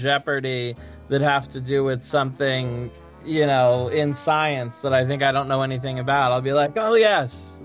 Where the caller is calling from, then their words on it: Newark, New Jersey, United States; I'm currently calling from Newark, New Jersey, in my office at work.